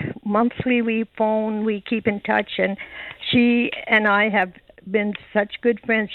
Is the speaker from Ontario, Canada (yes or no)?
yes; Ontario, Canada; born there; moved away as an adult; also born or lived in Netherlands; I moved to Ontario from Holland in 53.